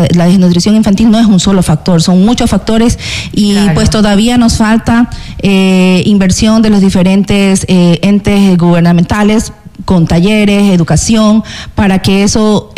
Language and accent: Spanish; Manglaralto, Santa Elena, Ecuador; dentro de nuestra parroquia Manglar Alto.